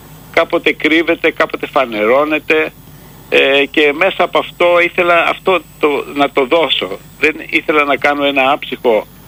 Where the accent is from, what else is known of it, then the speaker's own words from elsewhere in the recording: Falatados, South Aegean, Greece; moved away as an adult; Εγώ είμαι από το Φαλατάδο, είμαι από τα πάνω μέρη, είναι αγροτικά χωριά, τα οποία δεν είχαν και μεγάλη, ας πούμε, έτσι, σχέση με το μάρμαρο ή με την τέχνη